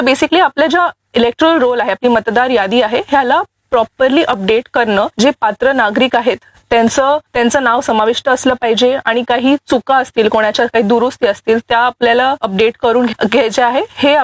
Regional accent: Thane, Maharashtra, India; moved away as an adult; now in Nashik, India; मी तर born and brought up ठाणेमध्ये आहे आणि माझं सगळं एज्युकेशन ठाणे आणि मुंबईमध्येच झालं होतं.

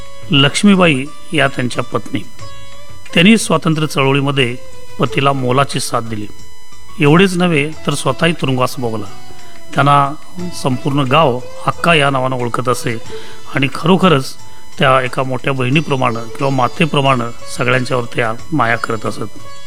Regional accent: Manjari, Karnataka, India; कृष्णा नदीच्या काठावरील मांजरी हे त्यांचे गाव. मीही याच गावचा

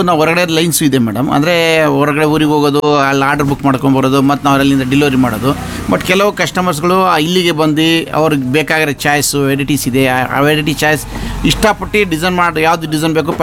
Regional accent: Shivamogga, Karnataka, India; ನಾವು ಶಿವಮೊಗ್ಗದಲ್ಲಿ ಹುಟ್ಟಿರೋದು, ಶಿವಮೊಗ್ಗದಲ್ಲಿ ಬೆಳೆದಿದ್ದು, ಶಿವಮೊಗ್ಗದಲ್ಲಿ ಓದಿರೋದು

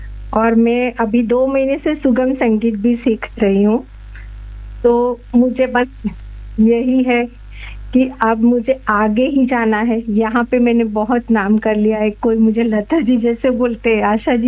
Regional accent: Gujarat, India; मैं गुजराती हूँ

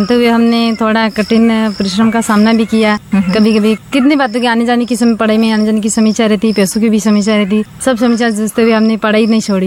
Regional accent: Ghatol, Rajasthan, India; ग्राम पंचायत रोंजिया, तहसील घाटोल, जिला बांसवाड़ा, राज्य राजस्थान।

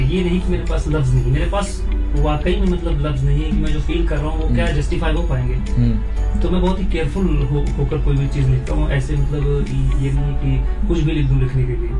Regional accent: Lucknow, Uttar Pradesh, India; मैं लखनऊ से हूँ तो मेरी उर्दू थोड़ी अच्छी ग्रिप है उर्दू पे, मगर उतनी भी अच्छी नहीं

